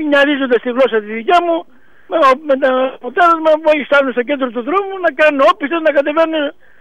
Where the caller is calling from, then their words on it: Greece; Το χωριό μου είναι τα μοιραίικα, όπως ξέρετε, από τους καμένους.